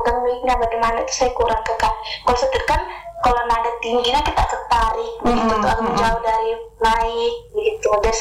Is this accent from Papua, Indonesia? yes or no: no; West Nusa Tenggara, Indonesia; lagunya dari Ntb nih, sedangkan saya dari Ntb.